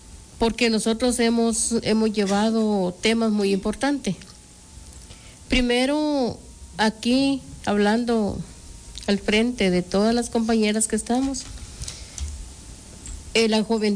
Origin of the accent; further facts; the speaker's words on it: La Unión, Zacapa, Guatemala; somos de La Unión, somos 9 comunidades